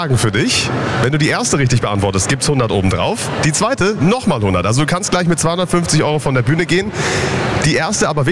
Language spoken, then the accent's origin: German; Potsdam, Brandenburg, Germany; Finde ich als Potsdamer natürlich sehr sympathisch.